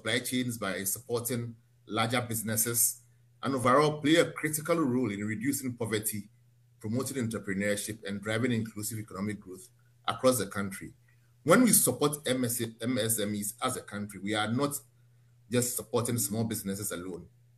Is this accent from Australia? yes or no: no; Ghana